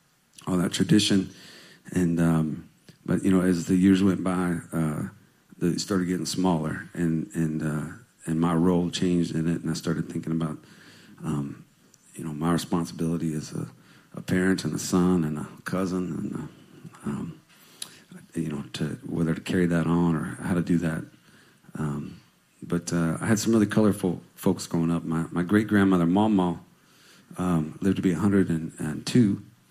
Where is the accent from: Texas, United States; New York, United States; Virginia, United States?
Texas, United States; Houston; moved away; I'm a seventh generation Texan. I'm from Houston, Texas originally. And my mother was from Waco, Texas. I mean, from Houston, Texas. And my dad was from Waco, Texas.